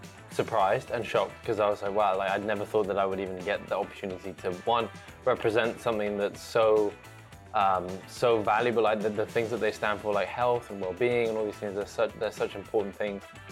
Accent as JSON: {"language": "English", "area": "Surrey", "region": "South East England", "country": "United Kingdom", "tie": "born or raised there", "also_born_or_lived": "Dublin, Ireland / Hong Kong", "moved": "yes", "lives_now": "Thailand", "said": "And then we moved straight to the UK. I grew up in Surrey, and then moved to Hong Kong, and then moved to Thailand for work."}